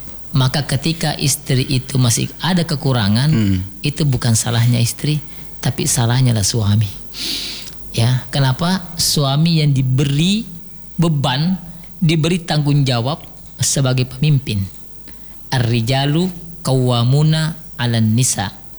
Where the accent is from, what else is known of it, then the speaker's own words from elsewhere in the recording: Sulawesi, Indonesia; apalagi kita orang Sulawesi.